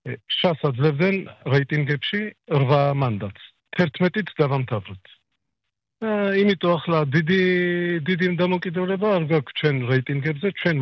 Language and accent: Georgian; Israel; born there; Georgian is a second language; რომ ჩემი ქართული არა ისე კაი და მე მგონი გამიგებთ ისრაელში დაბადებული ვარ